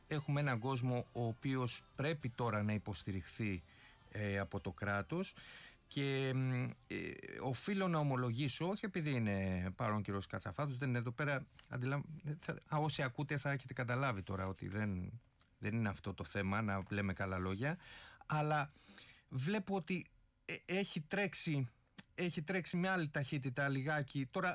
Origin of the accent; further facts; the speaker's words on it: Piraeus, Attica, Greece; επειδή την ξέρω την περιοχή και ξέρω ότι ως Πειραιώτης